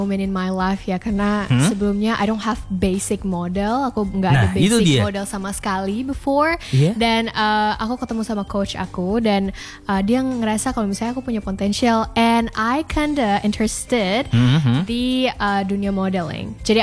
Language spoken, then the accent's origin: Indonesian; Padang, West Sumatra, Indonesia; Aku aslinya Padang. Jadi mama itu Saulunto, papa Pariaman, jadi aku Minang.